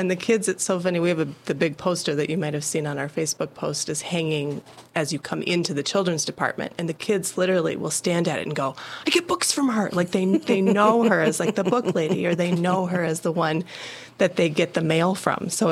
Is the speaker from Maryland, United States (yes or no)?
no; Traverse City, Michigan, United States; moved away as an adult; also born or lived in California; now in Frankfort, United States; I grew up in Traverse City, so not too far from here, but haven't lived in northern Michigan as an adult. So I moved to California to go to school.